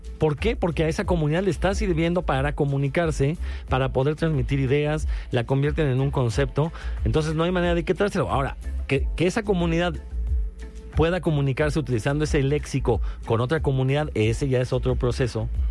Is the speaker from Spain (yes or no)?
no; Mexico; Como el español mexicano, que todos los sudamericanos dicen que hablamos cantadito.